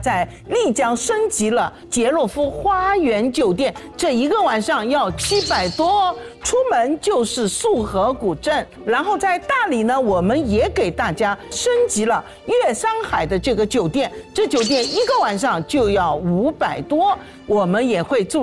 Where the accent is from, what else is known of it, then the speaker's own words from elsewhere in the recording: Shanghai, China; 阿拉是上海人去的